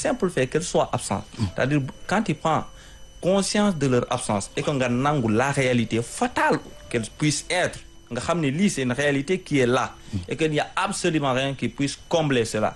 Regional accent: Casamance, Senegal; moved away as an adult; now in Dakar, Senegal; Donc, moi, je viens de la Casamance, comme je l'ai dit tantôt.

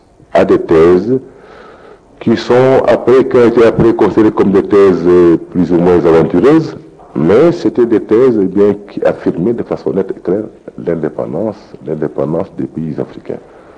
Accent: Rufisque, Dakar, Senegal; à Rufisq, dans ma ville natale.

